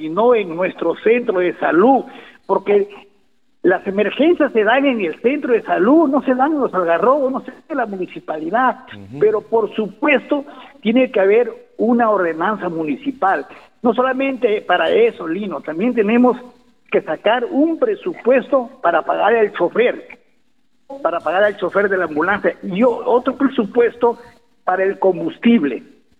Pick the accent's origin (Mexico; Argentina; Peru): Peru; Olmos, Lambayeque; mi pueblo de Olmos